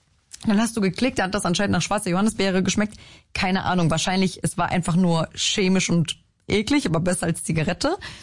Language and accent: German; Germany; born there; now in Berlin, Germany